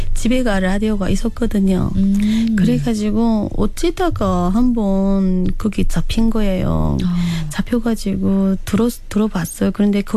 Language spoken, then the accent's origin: Korean; Hwanghae, North Korea; moved away as an adult; now in South Korea; 남한 정착 8개월 차인 황해도가 고향인